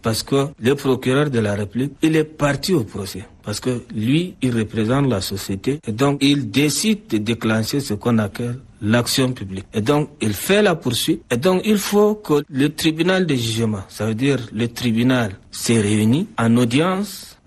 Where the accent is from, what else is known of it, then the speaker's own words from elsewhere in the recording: Chad; Par exemple, chez nous au Tchad, dans la plupart des cas, on a ce qu'on appelle nos chefs de race